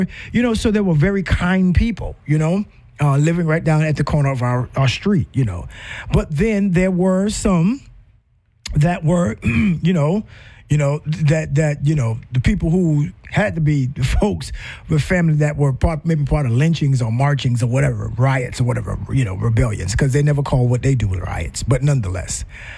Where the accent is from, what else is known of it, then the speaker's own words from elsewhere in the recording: the South, United States; I grew up in the South.